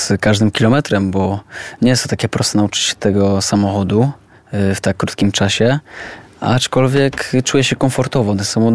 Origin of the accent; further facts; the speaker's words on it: Rzeszów, Subcarpathian Voivodeship, Poland; jest to moje miasto, tak? Urodziłem się w Rzeszowie, jestem rzeszowianinem